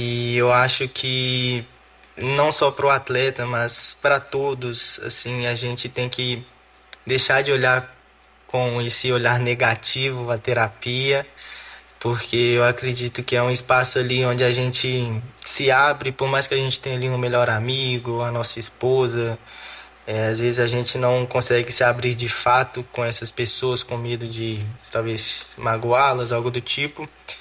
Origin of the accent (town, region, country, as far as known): Belo Horizonte, Minas Gerais, Brazil; born or raised there